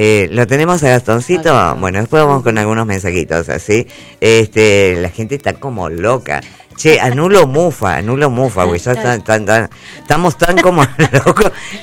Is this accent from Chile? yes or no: no; Argentina; ¿Te das cuenta que somos así los argentinos?